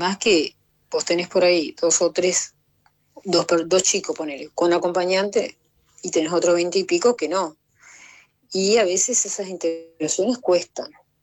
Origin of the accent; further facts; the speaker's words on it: Gualeguay, Entre Ríos, Argentina; born there; moved away as an adult; yo viviendo en Gualeguay